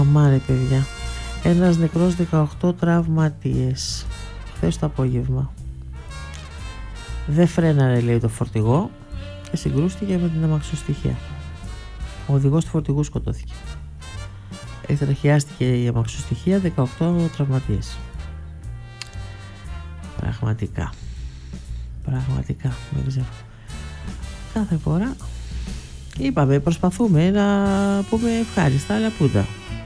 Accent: Greece; εμείς ως Έλληνες.

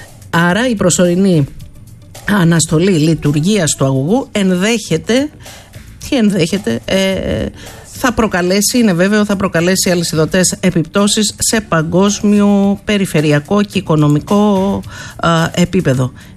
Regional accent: Malesina, Central Greece, Greece; Ο Γενικός Γραμματέας του ΚΚΕ ήταν στο χωριό μου, κύριε, στη Μαλαισίνα.

